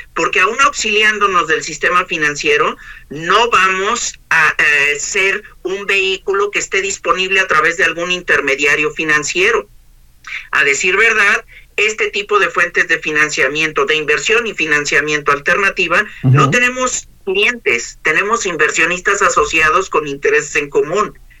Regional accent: Mexico City, Mexico; moved away; quienes somos originarios de la Ciudad de México

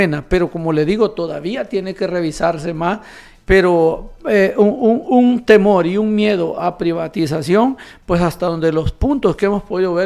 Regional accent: Honduras; deberíamos de verlo como hondureños

